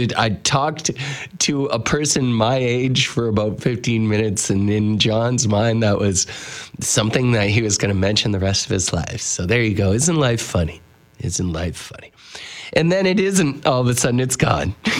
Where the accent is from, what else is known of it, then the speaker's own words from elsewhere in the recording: Canada; But of course, being French Canadian, it was like Houston Lake.